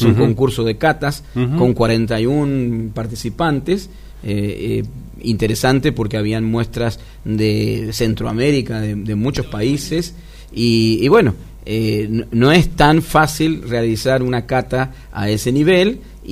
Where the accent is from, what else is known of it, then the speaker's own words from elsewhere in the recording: Mendoza, Argentina; como somos mendocinos, conocemos, sí, bien el mundo del vino.